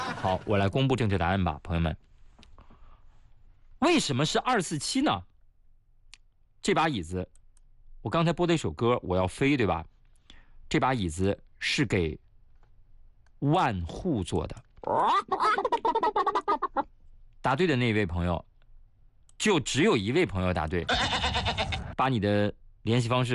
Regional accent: China; 作为一个中国人，感觉到很骄傲啊！

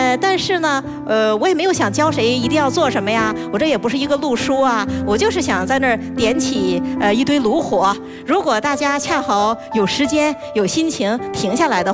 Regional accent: North China, China; 哎呀，其实我是北方人呐，我觉得有点血脉觉醒的感觉。

